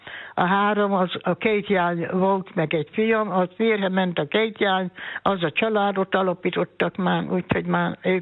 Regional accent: Hungary; born there; also born or lived in Adony; halt meg az anyám, oda nősült az apám innen, azt akkor az anyám, mikor meghalt, akkor haza ide költöztünk vissza, Martonfalvára.

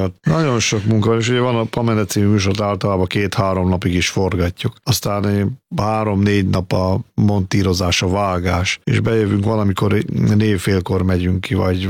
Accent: Hungary; Mi magyarok vagyunk. Mi nekünk ez az anyaországunk.

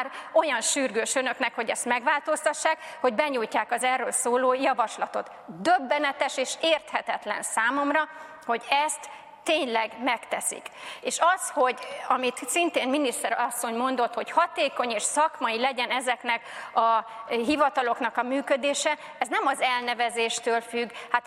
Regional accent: Hungary

